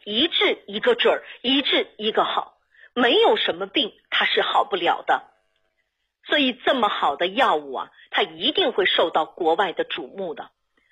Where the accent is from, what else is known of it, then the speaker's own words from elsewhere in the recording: China; 走到那一步我心有不甘呐，我永远忘不了我是中国人呐。